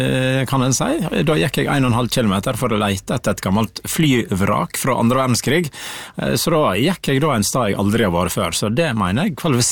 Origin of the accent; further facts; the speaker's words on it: Naustdal, Vestland, Norway; Jeg kommer fra Naustdal, så nå har jeg blitt en del av Sunnfjord kommune, og det mange plasser der jeg ikke har vært.